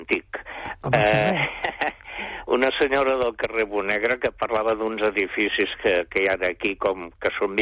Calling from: Barcelona, Catalonia, Spain; aquí al meu barri, a les Corts

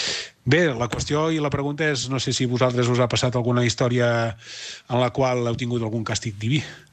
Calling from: La Bisbal d'Empordà, Catalonia, Spain; Hola, Bucaires, què tal? … de la Bisbal. Estem aquí dinant amb la colla, amb una barraca

